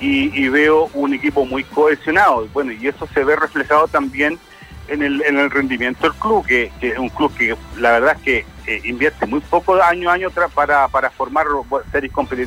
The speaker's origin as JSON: {"language": "Spanish", "town": "Valdivia", "region": "Los Ríos", "country": "Chile", "tie": "born or raised there", "said": "nosotros queremos mucho Santa Elvira, crecimos, nos criamos en Santa Elvira"}